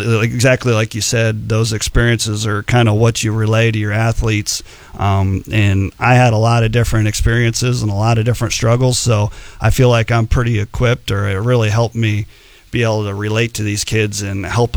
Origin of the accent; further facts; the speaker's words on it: Belle Plaine, Iowa, United States; I grew up in Belle Plaine, so it's kind of like right smack dab in the middle of Iowa City and Ames.